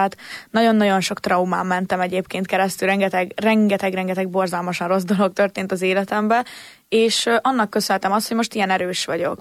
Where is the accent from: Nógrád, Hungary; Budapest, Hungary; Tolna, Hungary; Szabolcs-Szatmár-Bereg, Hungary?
Budapest, Hungary; mivel elköltöztettek minket Rózsadombról, ott, ahol én felnőttem, és eladották velünk a lakást.